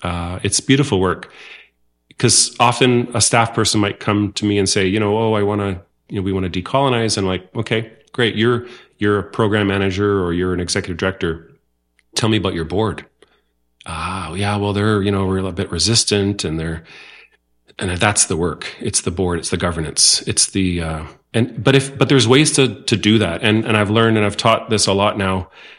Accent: North Vancouver, British Columbia, Canada; I grew up in North Vancouver, so I'm certainly familiar with the place.

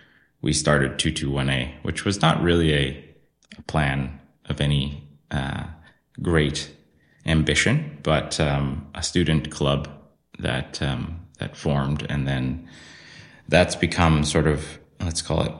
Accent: Winnipeg, Manitoba, Canada; moved away as an adult; also born or lived in Calgary; now in Vancouver, Canada; I was born in Calgary and then ended up in Winnipeg, where I would consider my formative years. Winnipeg is, my dad worked for the railway, so we ended up over there. And I think I'm a Winnipegger.

